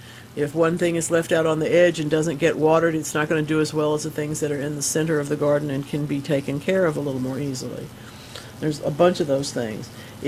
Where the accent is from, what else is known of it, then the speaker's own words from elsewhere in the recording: Gulfport, Mississippi, United States; I grew up in Gulfport